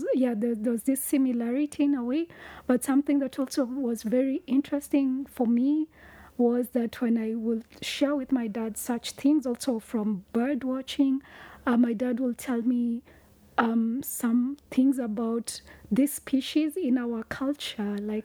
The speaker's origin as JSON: {"language": "English", "country": "Kenya", "accent": "Kenyan", "said": "Maybe I'm saying it with my Kenyan accent."}